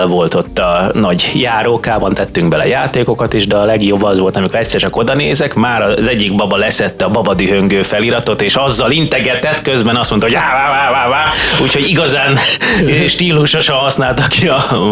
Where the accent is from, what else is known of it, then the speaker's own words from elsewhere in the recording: Cegléd, Pest, Hungary; moved away as an adult; én is most már teljes mértékben itt lakom, egy ideje már. Minden héten visszajártam, de tavaly nyáron teljes mértékben ide visszaköltöztem szülővárosomba.